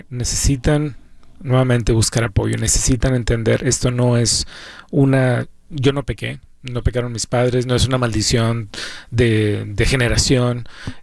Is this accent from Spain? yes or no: no; Mexico; now in United States; yo soy de México